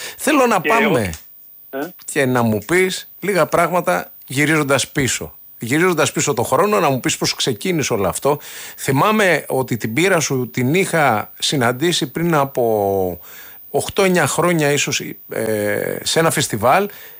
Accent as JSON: {"language": "Greek", "area": "Corfu", "region": "Ionian Islands", "country": "Greece", "tie": "born or raised there", "moved": "yes", "said": "την ιδιαίτερη πατρίδα μου την Κέρκυρα και παρά το γεγονός ότι εγώ τουλάχιστον δεν την επισκέπτομαι συχνά, τα φέρε έτσι η ζωή, τι να κάνουμε, και συνδέθηκα με τη Θεσσαλονίκη λόγω της γυναίκας"}